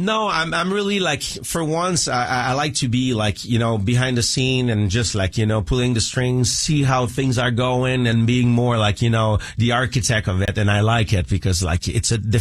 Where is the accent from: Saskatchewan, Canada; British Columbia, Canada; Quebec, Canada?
Quebec, Canada; English is a second language; also born or lived in Australia; in Quebec, actually, in my hometown